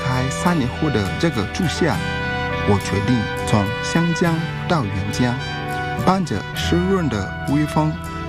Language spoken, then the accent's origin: Chinese; Nigeria; Chinese is a second language; now in Changsha, China; 来自非洲人口最多的国家尼日利亚。